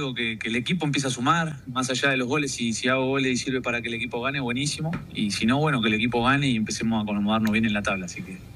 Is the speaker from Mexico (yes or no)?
no; Argentina; moved away; nosotros como argentinos obviamente